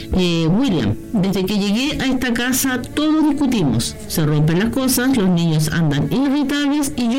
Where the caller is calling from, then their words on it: Molina, Maule, Chile; nací el 4 de enero y soy de Molina.